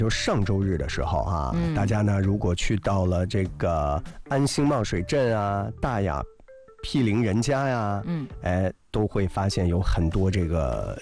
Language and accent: Chinese; Wuhu, Anhui, China; 接下来就要说一下我的老家了啊